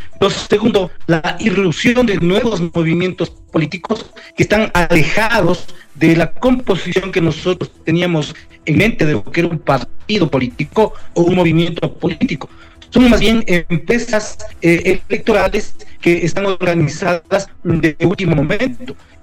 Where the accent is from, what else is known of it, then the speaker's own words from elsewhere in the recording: Ecuador; desde afuera, ¿cómo nos ven a los ecuatorianos somos extremadamente gustosos de la política